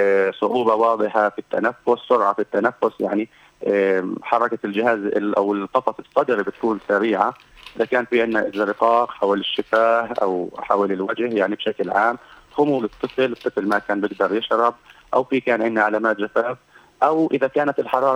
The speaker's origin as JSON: {"language": "Arabic", "country": "Palestine", "said": "إحنا الحمد لله عندنا في فلسطين"}